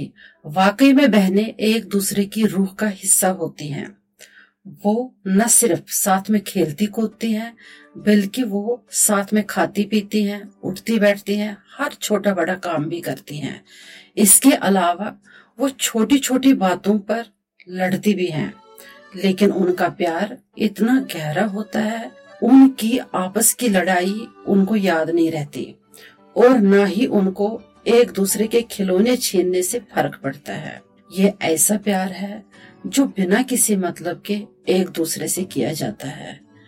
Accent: Jammu, Jammu and Kashmir, India; मैं जम्मू से हूँ। मैंने कश्मीर यूनिवर्सिटी से ग्रेजुएशन की है और जम्मू यूनिवर्सिटी से पोस्ट ग्रेजुएशन की है।

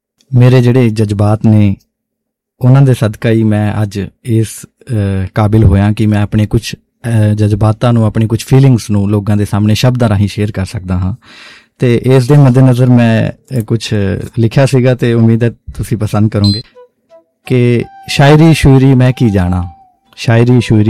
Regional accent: Mohali district, Punjab, India; moved away; ਮੈਂ ਜਦੋਂ ਆਪਣੇ ਪਿੰਡ 'ਚ ਰਹਿੰਦਾ ਸੀਗਾ, ਪੰਜਾਬ 'ਚ, ਬੇਸਿਕਲੀ ਮੇਰਾ ਜਨਮ ਜਿਹੜਾ ਪੰਜਾਬ ਦਾ ਹੈ, ਮੋਹਾਲੀ ਡਿਸਟ੍ਰਿਕਟ ਹੈ ਮੇਰਾ

